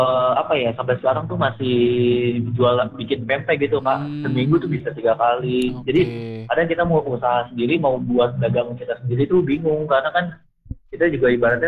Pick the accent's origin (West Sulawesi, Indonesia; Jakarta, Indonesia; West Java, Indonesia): West Java, Indonesia; Bekasi; born there; padahal aku sendiri pun lahirnya di Bekasi dan mama papa tuh orang Jawa Kak